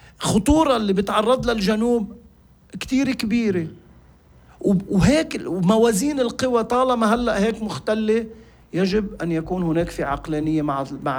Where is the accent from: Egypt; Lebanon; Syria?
Lebanon; نحن في لبنان